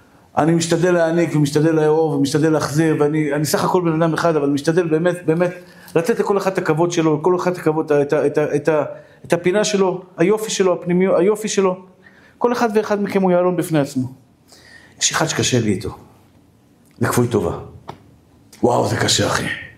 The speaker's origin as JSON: {"language": "Hebrew", "town": "Tel Aviv", "region": "Tel Aviv District", "country": "Israel", "tie": "born there", "said": "אני בן אדם פשוט, נולדתי בשכונת התקווה, תמיד אני אשאר כזה."}